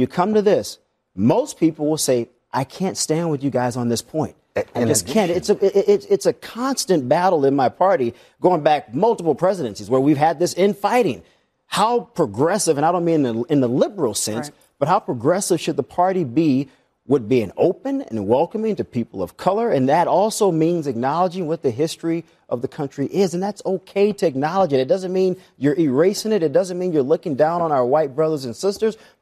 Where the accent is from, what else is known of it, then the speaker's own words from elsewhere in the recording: the South, United States; And I mean, obviously, I grew up in the South.